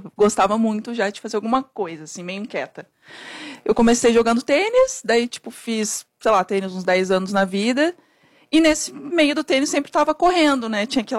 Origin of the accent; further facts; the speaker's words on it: Porto Alegre, Rio Grande do Sul, Brazil; now in São Paulo, Brazil; eu sou de Porto Alegre, mas moro aqui há 4 anos, em São Paulo.